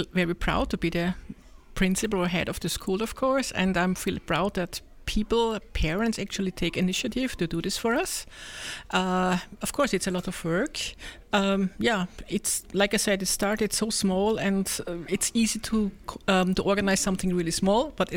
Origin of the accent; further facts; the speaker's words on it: Austria; moved away as an adult; also born or lived in Indonesia; So I'm from Austria. I'm a mom of 4 adults. I'm a grandma of 8. I lived in Indonesia for 5 years with my husband.